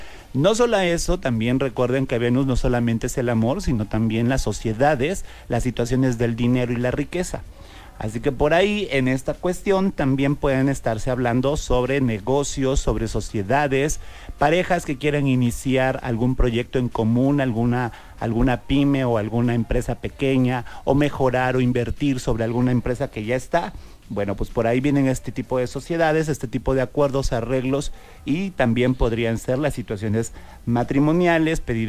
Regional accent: Orizaba, Veracruz, Mexico; Bueno, yo vengo de Orizaba y está más o menos el mismo clima

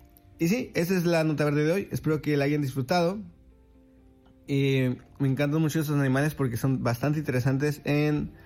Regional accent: Mexico; cuando celebremos todo aquello que nos identifica como mexicanos

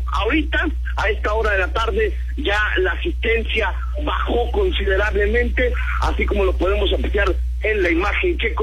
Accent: Mexico; hacer valer ese derecho que tenemos como mexicanos, el votar y ser votados.

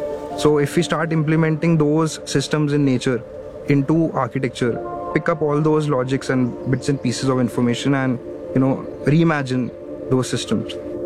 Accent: Dehradun, Uttarakhand, India; now in Delhi, India; I am from Dehradun, which is like a valley, and it is close to the Himalayas. It's all very green and very, very beautiful.

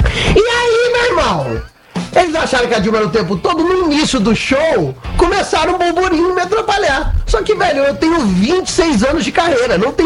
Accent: Guarani, Minas Gerais, Brazil; E eu doei tudo pra Guarani, minha cidade natal.

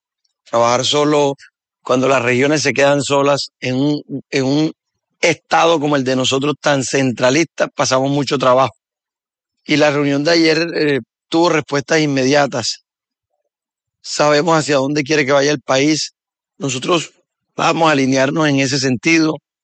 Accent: Magangué, Bolívar, Colombia; yo nací en Magangué. Uh-huh. Magangué es el pueblo de mis amores. Yo nací allá, crecí allá, estudié allá.

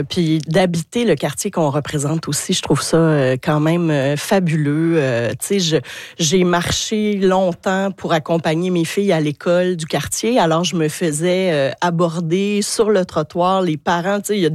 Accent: Saguenay, Quebec, Canada; J'ai grandi au Saguenay, où on était à cause du boulot de mon père

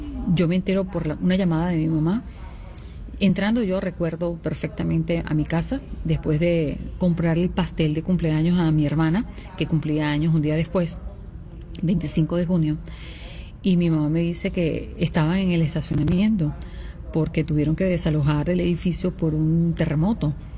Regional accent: Venezuela; moved away; los terribles hechos que han acontecido en mi país

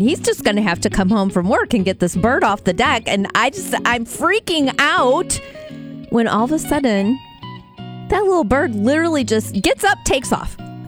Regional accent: Metamora, Illinois, United States; now in East Peoria, United States; So, hubby and I are both from the area. I grew up in Metamora. He grew up in Pekin. We raised our kids in Dunlap.

